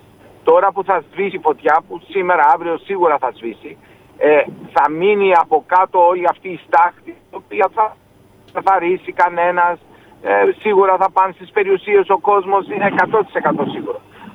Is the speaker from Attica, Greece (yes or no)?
no; Thessaloniki, Central Macedonia, Greece; είμαι Θεσσαλονικός και ξέρω την τοπογραφία της πόλης.